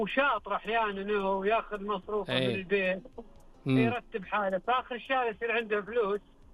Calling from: Riyadh, Riyadh Province, Saudi Arabia; انا من الرياض

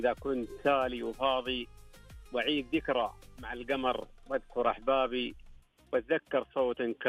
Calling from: Makkah Province, Saudi Arabia; أنا ابن الجبل جنوب الطائف.

